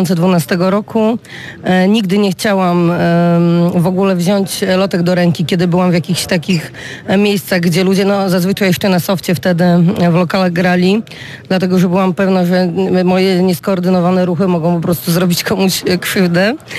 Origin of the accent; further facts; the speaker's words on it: Kluczbork, Opole Voivodeship, Poland; born there; now in Wrocław, Poland; Urodziłam się w Kluczborku i jest to dla mnie absolutnie wyjątkowe miejsce.